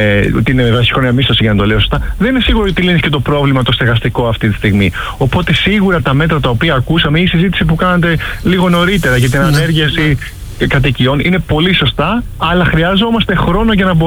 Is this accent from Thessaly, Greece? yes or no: no; Argos, Peloponnese, Greece; εγώ είμαι από το Άργος και το έχω και πηγαίνω τους 8 μήνες το χειμώνα και τους 4 μήνες το καλοκαίρι το δίνω